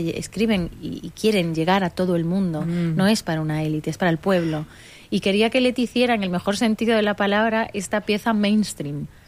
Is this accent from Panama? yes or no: no; Spain; el privilegio que tenemos siendo mujeres españolas